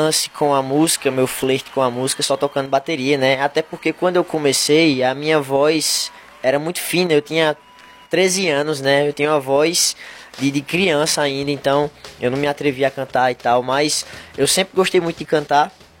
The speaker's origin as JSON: {"language": "Portuguese", "region": "Northeast Region", "country": "Brazil", "accent": "nordestino", "said": "cantar com o nosso sotaque cheio de aquele sotaque nordestino puxadão mesmo"}